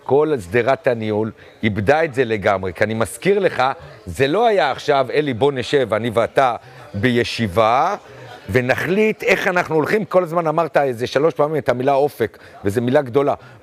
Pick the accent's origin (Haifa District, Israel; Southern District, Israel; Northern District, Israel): Haifa District, Israel; Hadera; אצלנו בשכונה בחדרה שגדלנו